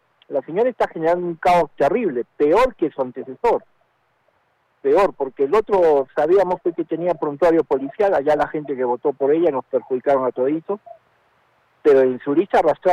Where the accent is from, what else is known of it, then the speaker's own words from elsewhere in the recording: Arequipa, Peru; Yo soy súper arequipeño